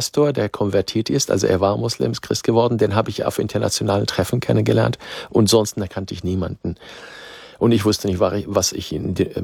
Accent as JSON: {"language": "German", "country": "Syria", "tie": "born or raised there", "said": "Dadurch, dass ich Arabisch kann, ich bin ja in Syrien geboren, aufgewachsen"}